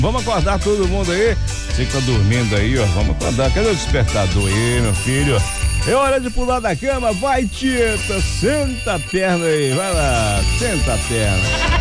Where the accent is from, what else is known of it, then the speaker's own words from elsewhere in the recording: Brazil; moved away; um abraço pra toda a turma aí do Vinhático, viu? Minha terra querida.